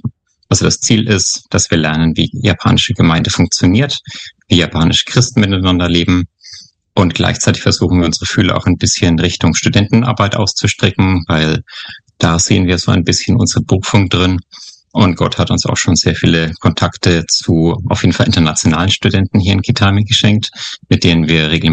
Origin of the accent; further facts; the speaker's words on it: Bayreuth, Bavaria, Germany; Ich bin in Bayreuth im schönen Oberfranken aufgewachsen.